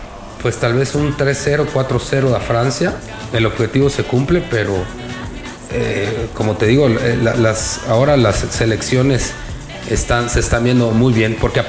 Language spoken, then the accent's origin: Spanish; Mexico; tú sabes cómo somos los mexicanos